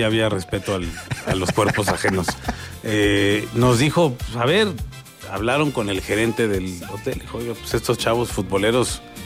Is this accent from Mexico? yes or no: yes; Mexico; Lo digo como mexicano orgulloso de mi país.